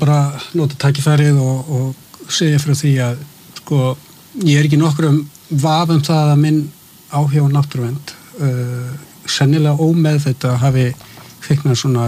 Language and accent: Icelandic; Hafnarfjörður, Capital Region, Iceland; Ég hérna alinn upp í hraunin í Hafnæri